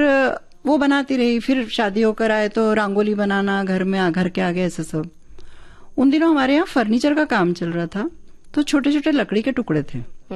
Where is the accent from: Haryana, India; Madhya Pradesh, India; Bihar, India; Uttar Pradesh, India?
Madhya Pradesh, India; first language Malvi; तो चूंकि मैं मालवा से हूँ, तो मैंने एक पुस्तक मेरी मालवी बोली में मैंने निकाली है